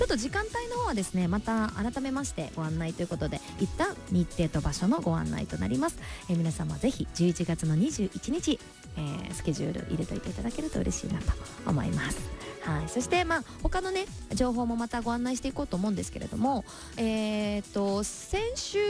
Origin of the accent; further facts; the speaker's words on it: Hyuga, Miyazaki, Japan; 毎月第3月曜日の朝なんですが、私の地元宮崎県日向市FM 日向さんのモーニング767という番組にね、電話出演しております。